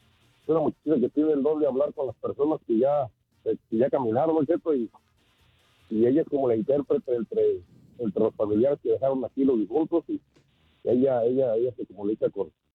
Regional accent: Michoacán, Mexico; Soy michoacano

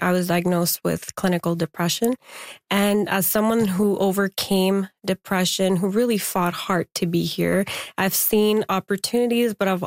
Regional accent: Afghanistan; now in Canada; Well, I'm originally from Afghanistan.

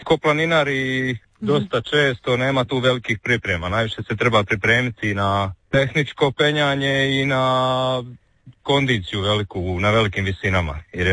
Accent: Šibenik-Knin County, Croatia; Dinari se uvijek ja vraćam, to je moj rodni kraj, tamo je sve i počelo

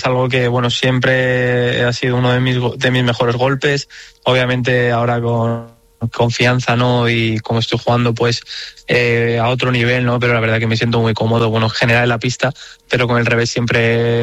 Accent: Spain; Bueno, siempre Rafa Nadal, ¿no? Siendo español, siempre ha sido uno de mis grandes ídolos

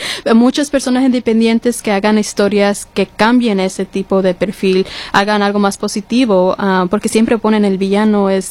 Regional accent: Los Angeles, California, United States; born there; Yo nací en California, so hay mucho de eso.

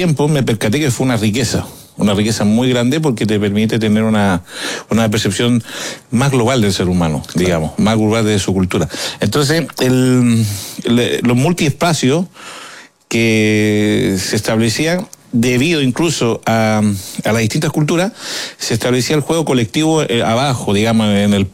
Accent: Lautaro, Araucanía, Chile; born there

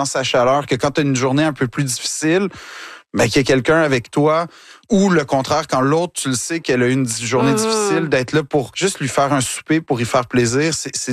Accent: Quebec, Canada

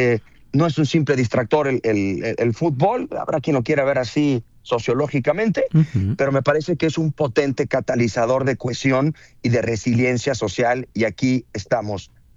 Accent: Mexico; Somos todos mexicanos

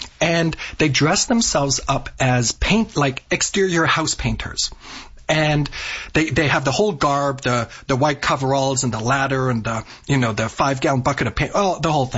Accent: Toronto, Ontario, Canada; moved away as an adult; also born or lived in Germany; now in Berlin, Germany; Germany and we immigrated to Canada, gosh, I don't even want to tell you, but it was in 1986, and then I grew up in Toronto for the next 15 years.

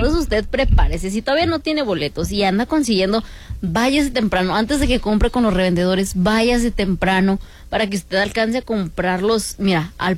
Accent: Mexico; como buenos mexicanos, todo dejamos hasta el último.

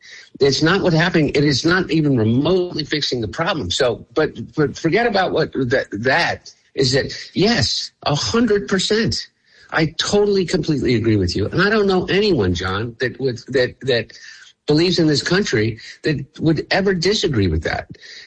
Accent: United States; Look, I'm an American.

